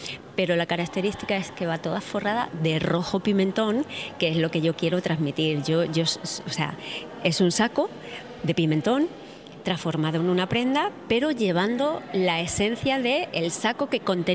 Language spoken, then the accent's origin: Spanish; Extremadura, Spain; moved away; a mi tierra, al territorio y del territorio captar la esencia y esa esencia que llevo yo dentro por ser Verata